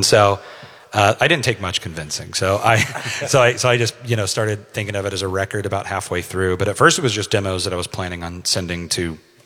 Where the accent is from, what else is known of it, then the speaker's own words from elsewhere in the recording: Franklin, Tennessee, United States; we had a show coming up in my hometown of Franklin.